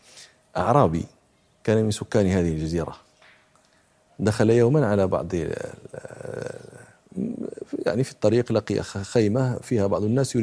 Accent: Morocco; وأنا شاب مراهق كنت جالسا على ناصية طريق في إحدى المدن القديمة عندنا في المغرب

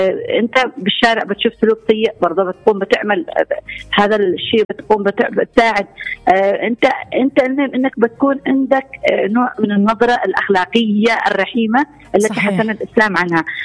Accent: Yemen; نحن كيمنيين

